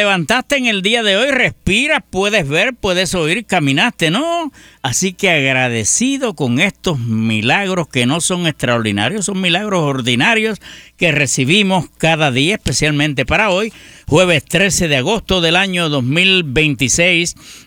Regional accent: Puerto Rico; born there; yo soy ciudadano americano desde que nací, porque nací en Puerto Rico.

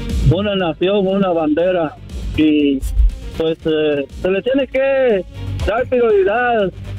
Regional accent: Guatemala; No, viejo, soy guatemalteco y 100% de la selección.

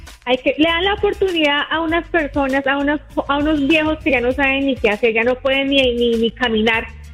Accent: Colombia; moved away; en mi país de Colombia

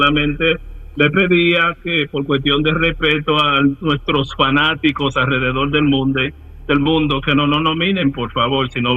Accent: Dominican Republic; en mi país, que yo adoro, República Dominicana, solamente hay 11 millones

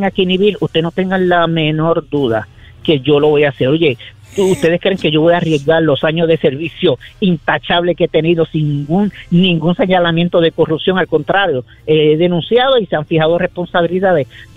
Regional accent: Puerto Rico; Yo soy católica apostólica puertorriqueña

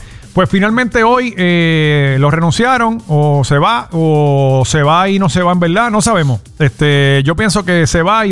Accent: Puerto Rico; No habla como nosotros en Corozal y en Toalta

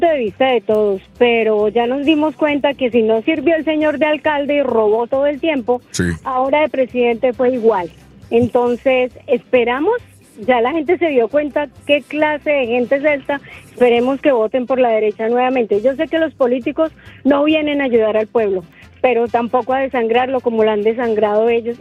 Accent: Bogotá, Bogotá Capital District, Colombia; Yo soy de Bogotá.

